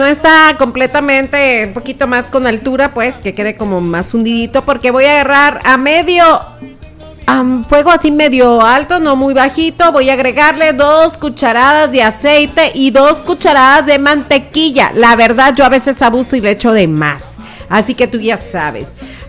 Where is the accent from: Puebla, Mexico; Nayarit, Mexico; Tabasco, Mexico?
Nayarit, Mexico; Tecuala; moved away; Yo vengo de allá de Tecuala, Nayarit